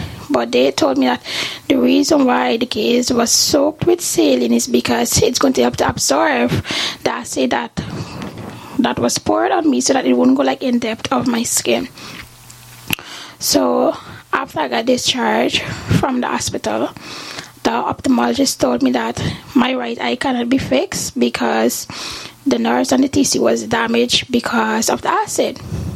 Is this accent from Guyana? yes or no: yes; Guyana; I'm 25 years old. I'm from Guyana, and before my incident, I was working at an hospital named Balwan Singh.